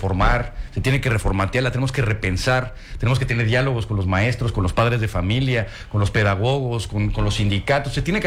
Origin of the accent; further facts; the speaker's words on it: Mexico City, Mexico; para los que somos de la Ciudad de México, que no tenemos ríos, ni estos árboles tan bellos.